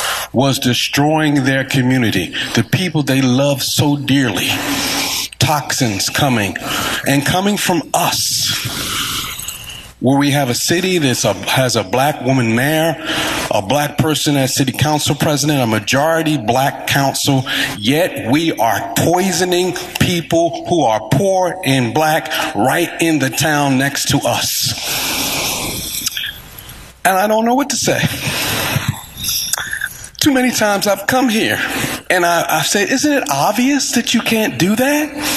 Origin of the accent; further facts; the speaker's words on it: Philadelphia, Pennsylvania, United States; I grew up in South Philadelphia. The church was my home church, the Church of Redeemer Baptist on 25th and Dickinson Streets.